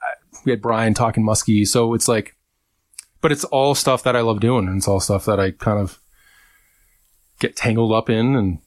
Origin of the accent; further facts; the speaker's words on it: Toronto, Ontario, Canada; born or raised there; moved away